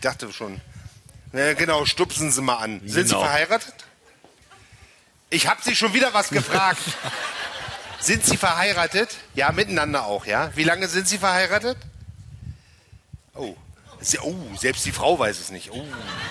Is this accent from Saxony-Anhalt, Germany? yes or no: yes; Magdeburg, Saxony-Anhalt, Germany; Fallen mir als Magdeburger ein paar Brücken ein, nicht?